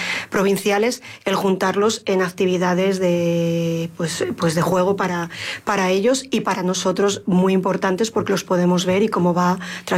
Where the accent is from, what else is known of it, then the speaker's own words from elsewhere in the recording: Corrales del Vino, Castile and León, Spain; Pues como muy orgullosa que soy, pues de que soy corralina y que mi pueblo